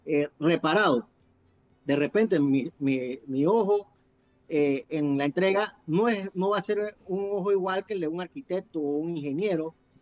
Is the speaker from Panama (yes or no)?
yes; Panama; como buen panameño que somos